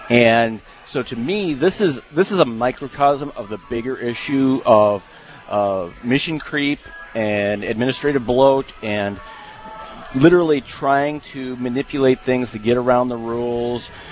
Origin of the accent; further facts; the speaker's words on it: Beulah, North Dakota, United States; now in Bismarck, United States; I grew up in Beulah.